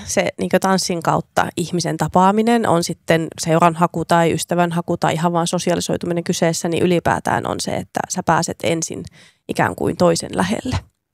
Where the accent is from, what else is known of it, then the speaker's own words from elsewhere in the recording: Häme, Finland; now in Oulu, Finland; Niin kuin mä oon Hämeestä kotoisin ja mun mielestä Oulu oli niin kuin Lappia.